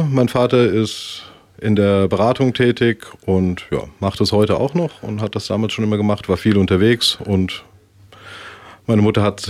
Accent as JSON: {"language": "German", "town": "Mainz", "region": "Rhineland-Palatinate", "country": "Germany", "tie": "born or raised there", "also_born_or_lived": "Wiesbaden", "said": "Ich bin ursprünglich hier aus Mainz, also tatsächlich in Mainz geboren, im Mainzer Umland aufgewachsen und dann auch hier zur Schule gegangen."}